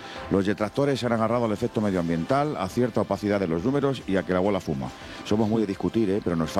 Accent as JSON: {"language": "Spanish", "town": "Madrid", "region": "Community of Madrid", "country": "Spain", "said": "Que digo que como madrileño y amante del deporte, cuantas más cosas organice mi ciudad, mejor"}